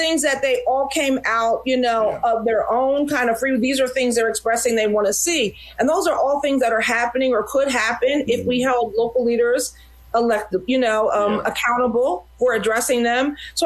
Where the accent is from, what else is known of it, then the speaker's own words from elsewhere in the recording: United States; I come from Montgomery County.